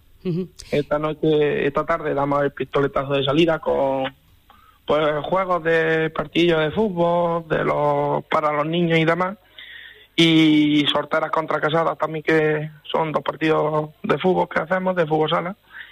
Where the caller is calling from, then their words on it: Venta del Charco, Andalusia, Spain; los vecinos y vecinas de nuestro pueblo